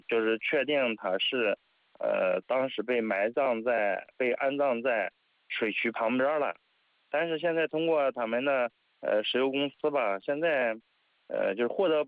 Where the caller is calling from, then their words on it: Xinxiang, Henan, China; 这个我是新疆的，河南新疆的